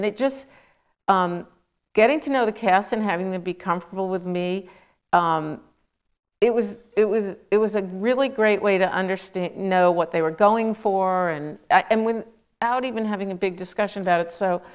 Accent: New York, United States; I grew up in Queens, New York.

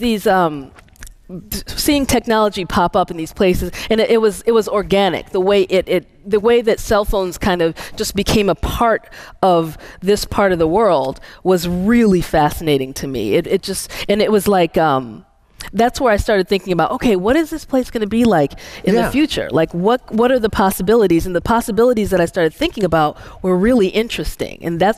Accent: Nigeria; especially being Nigerian.

